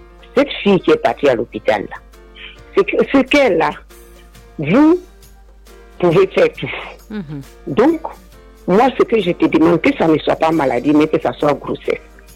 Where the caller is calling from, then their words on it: Abidjan, Côte d’Ivoire; Je vous appelle de Niangon